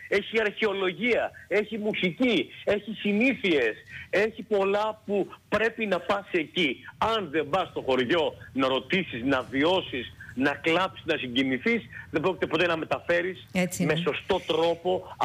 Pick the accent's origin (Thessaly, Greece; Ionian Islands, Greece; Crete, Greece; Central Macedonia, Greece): Crete, Greece; Γιατί είμαι Έλληνας? Γιατί είμαι κριτικός?